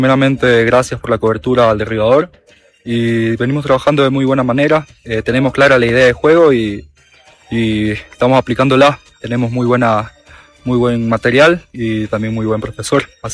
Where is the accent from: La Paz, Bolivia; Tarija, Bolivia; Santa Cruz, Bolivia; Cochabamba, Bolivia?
Tarija, Bolivia; Yacuiba; soy arquero, soy de Yacuiba, tengo 19 años.